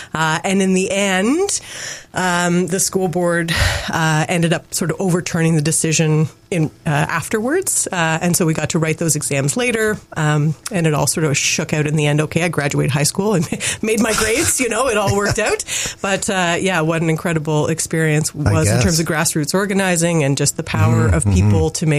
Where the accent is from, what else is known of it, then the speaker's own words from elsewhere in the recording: Cochrane, Ontario, Canada; which we always had on the background when we were growing up in Cochrane in Northern Ontario.